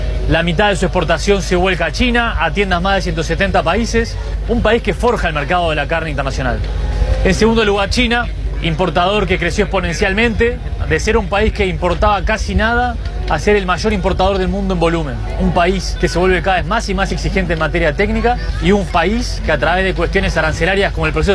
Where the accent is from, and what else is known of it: Uruguay